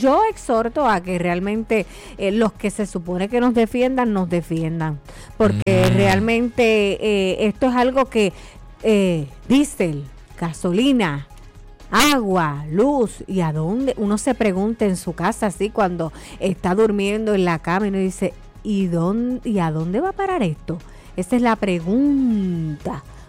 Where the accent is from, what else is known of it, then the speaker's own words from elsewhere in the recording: Bayamón, Puerto Rico; born there; also born or lived in San Juan, Puerto Rico; en San Juan, pero después mis padres decidieron mudarse a Bayamón.